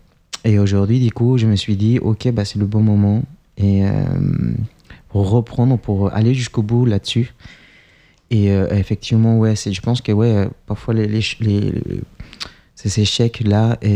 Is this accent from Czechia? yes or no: no; Chile; French is a second language; now in France; moi, je suis étranger, donc effectivement, j'ai pu voir ça. Je viens du Chili.